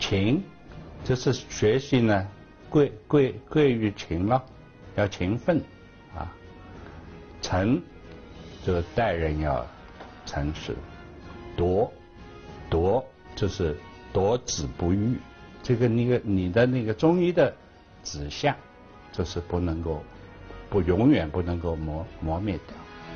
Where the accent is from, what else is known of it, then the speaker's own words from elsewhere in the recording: Shanghai, China; 我的老家，当时叫白客路三家园，现在就是上海的凤阳路。那个地区呢有我们有两个大的宅子